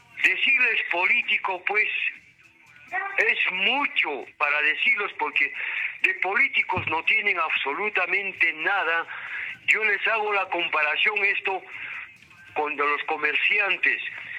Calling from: Cusco, Peru; saludando a mi pueblo del Cusco

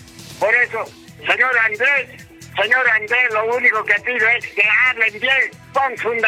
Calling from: Peru; Somos peruanos, somos de aparte república.

